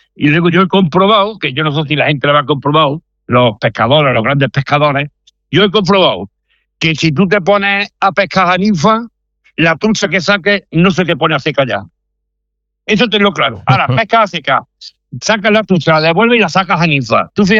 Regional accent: Córdoba, Andalusia, Spain; also born or lived in La Rioja; Soy andaluz, soy cordobés y adoptivo de La Rioja.

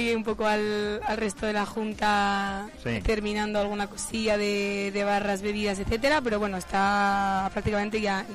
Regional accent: Castile and León, Spain; now in Zaragoza, Spain; Somos de aquí, de toda la vida, pero no vivimos aquí. Yo ahora mismo vivo en Zaragoza.

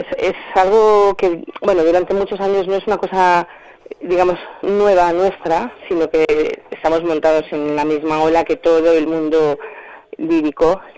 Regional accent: Zamora, Castile and León, Spain; also born or lived in Madrid; como zamorana, tener la posibilidad de tener un festival en mi casa, en mi tierra, en mi ciudad

